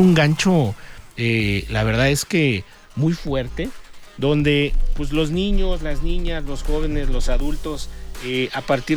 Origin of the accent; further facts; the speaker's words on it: Irapuato, Guanajuato, Mexico; Yo soy de Irapuato, ya me considero de aquí, hoy desempeño una función en gobierno del estado.